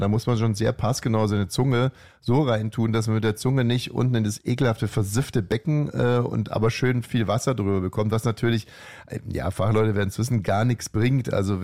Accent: Hungary; Also ich bin Ungar, wir haben zu Hause wirklich sehr viel scharf gegessen

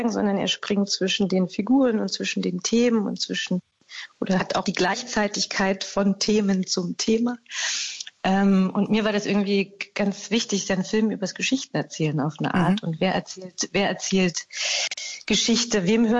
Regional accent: Berlin, Germany; Ich bin Berlinerin und um mich rum ist die Uckermark und Mecklenburg-Vorpommern und das ist irgendwie alles so flach und quadratisch praktisch gut.

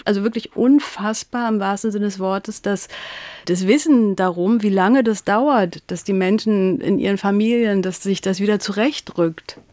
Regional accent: Berlin, Germany; also born or lived in Hamburg; also ich habe damals schon nicht mehr in Berlin gelebt, meine Heimatstadt

